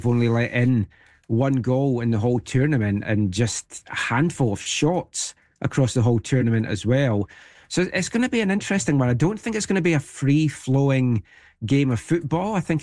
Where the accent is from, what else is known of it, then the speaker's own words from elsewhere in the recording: Scotland, United Kingdom; Even as a Scot, I have to give a lot of credit to them.